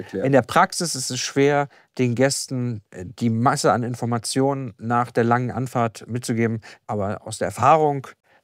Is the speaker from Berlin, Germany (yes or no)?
yes; Berlin, Germany; moved away as an adult; also born or lived in Warsaw / Frankfurt; now in Usedom, Germany; Ich bin in einer Großstadt in Berlin aufgewachsen, habe 5 Jahre in Warschau gelebt und habe meine Ausbildung in Frankfurt gemacht. … ich bin 41 Jahre alt